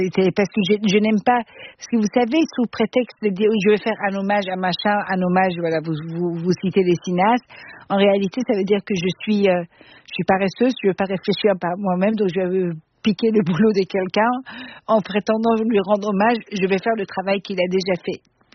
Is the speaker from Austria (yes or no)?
yes; Austria; first language Persian; French is a second language; Je parlais de persan, mes parents ils m'ont mis dans une école francophone, après j'ai grandi en Autriche, voilà, après l'anglais, il fallait quand même le parler, je me suis mariée avec un Suédois